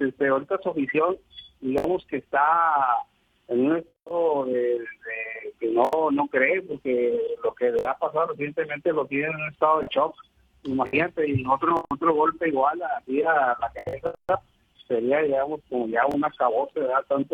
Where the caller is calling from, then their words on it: Escobedo, Nuevo León, Mexico; De acá, de Escobedo, Nuevo León.